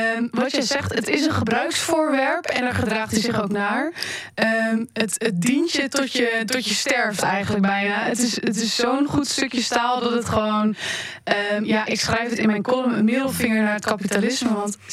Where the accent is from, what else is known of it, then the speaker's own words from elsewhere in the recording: Beilen, Drenthe, Netherlands; Ik ben natuurlijk opgegroeid in Bijlen. Tussen de Volvo's.